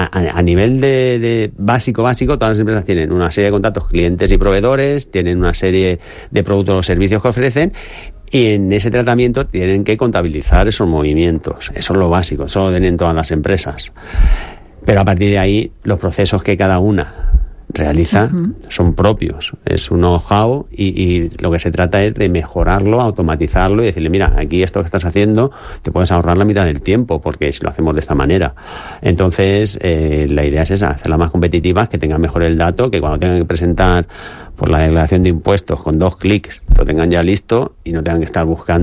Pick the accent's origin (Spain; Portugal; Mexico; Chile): Spain; Aspe, Valencian Community